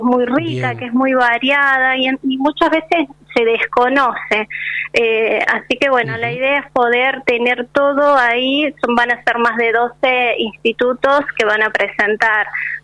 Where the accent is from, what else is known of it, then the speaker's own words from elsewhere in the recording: Córdoba, Argentina; now in Viedma, Argentina; yo soy de Córdoba y en ese momento tenía que irme a Córdoba capital